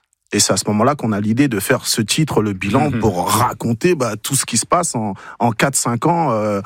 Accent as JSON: {"language": "French", "region": "Île-de-France", "country": "France", "tie": "born or raised there", "said": "Nous, on a grandi à Gare Charcel, banlieue parisienne, dans le 95."}